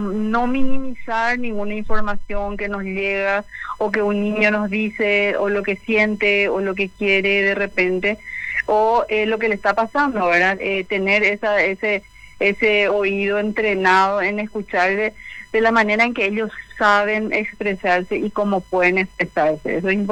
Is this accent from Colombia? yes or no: no; Paraguay; Estamos obligados como ciudadanos paraguayos